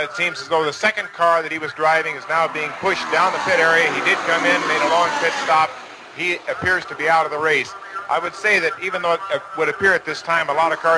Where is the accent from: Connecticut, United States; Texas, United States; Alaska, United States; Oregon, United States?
Oregon, United States; Portland; I'm from Portland.